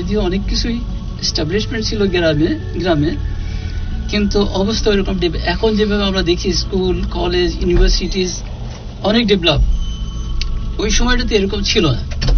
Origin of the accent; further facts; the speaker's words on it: Satyapur, Khulna Division, Bangladesh; born there; আমার জন্ম মাগুরা জেলার একটা স্বনামধন্য গ্রাম, গ্রামটার নাম সত্যপুর।